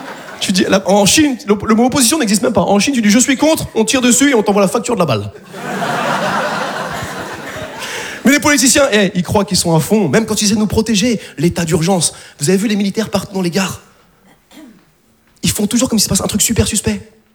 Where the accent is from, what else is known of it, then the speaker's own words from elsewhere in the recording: France; On est français, on est parfait pour faire la guerre.